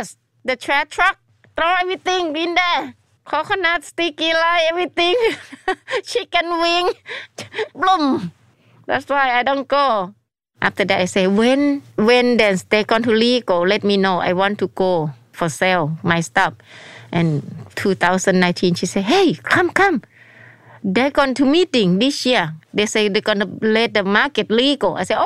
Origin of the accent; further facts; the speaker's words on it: Chiang Mai, Thailand; English is a second language; moved away; I grew up in Thailand. I born in Chiang Mai. That's north of the Thailand.